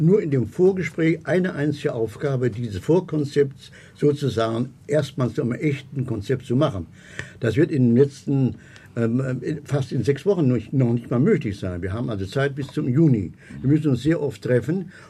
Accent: Kassel, Hesse, Germany; born there

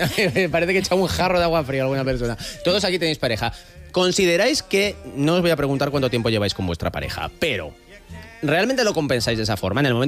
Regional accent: Basque Country, Spain; Y yo soy vasco.

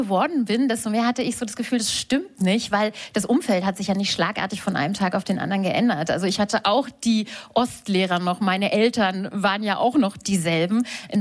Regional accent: Potsdam, Brandenburg, Germany; born there; Ich bin in Potsdam geboren und ich war tatsächlich Jungpionierin, als die Mauer gefallen ist.

